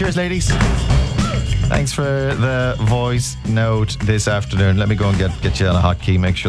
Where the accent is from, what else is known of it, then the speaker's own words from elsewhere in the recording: Mayo, Connacht, Ireland; I'm from Mio.